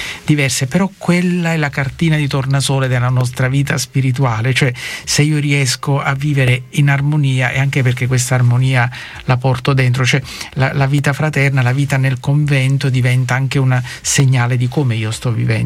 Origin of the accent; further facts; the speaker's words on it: Lucera, Apulia, Italy; born or raised there